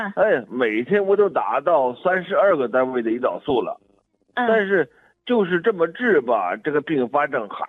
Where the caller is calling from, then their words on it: Gansu, China; 我是甘肃的，我今年67岁，